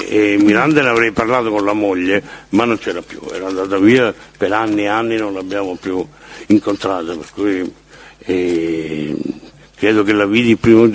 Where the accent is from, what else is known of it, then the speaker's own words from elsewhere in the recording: Sicily, Italy; essendo siciliano come Dell'Utri